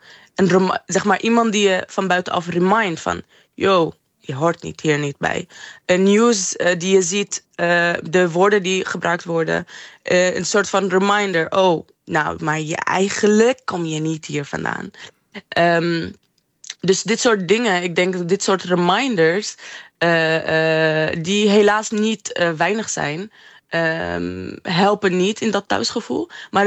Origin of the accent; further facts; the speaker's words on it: Syria; mijn thuisland was in 2024. En daar toen kon ik natuurlijk niet naar Syrië.